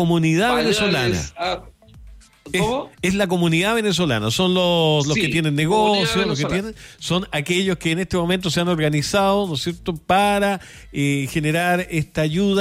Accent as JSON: {"language": "Spanish", "country": "Chile", "said": "nosotros en Chile sí sabemos de terremoto"}